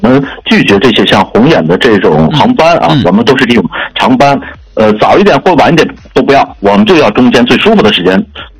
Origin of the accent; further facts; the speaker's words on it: Jilin, China; 从我们的这个吉林出发